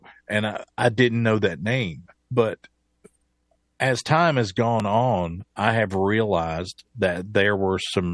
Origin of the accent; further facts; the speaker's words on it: Bristol, Tennessee, United States; coming together next year for the 100th anniversary of the 27 sessions in my hometown of Bristol, Tennessee.